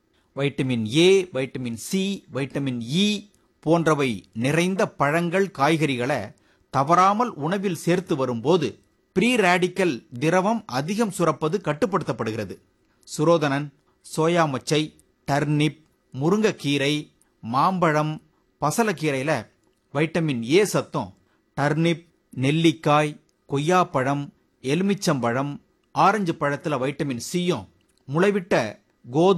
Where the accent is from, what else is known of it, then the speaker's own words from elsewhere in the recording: Tamil Nadu, India; first language Tamil; நம்ம மாநிலம்தான் தமிழ்நாடுன்னு குறிப்பிடப்படுது.